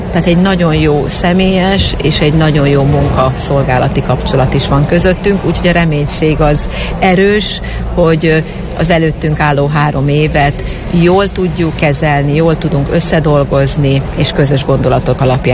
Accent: Tiszántúl, Hungary; hiszen magam is tiszántúli vagyok, és a Békési Egyház megyéből érkezem

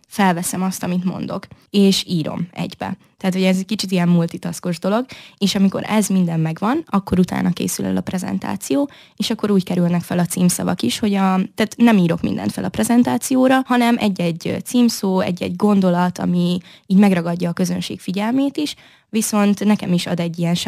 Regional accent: Vojvodina, Serbia; moved away as an adult; now in Hungary; Igazából én szerb közegben nőttem fel, és szerintem ez nagyon kihatással is van a személyiségemre. Nem tudom, hogy mennyire közhelyes ez, hogy a vajdaságiak vagy a szerbek, ők ilyen nagyon lazák

